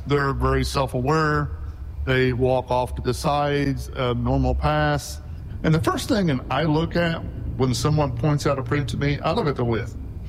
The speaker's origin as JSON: {"language": "English", "region": "Indiana", "country": "United States", "tie": "born or raised there", "said": "I grew up in the Morgan Monroe Forestry, spent my whole life there, 50-some years there, and I went, no way is there Bigfoot in Indiana"}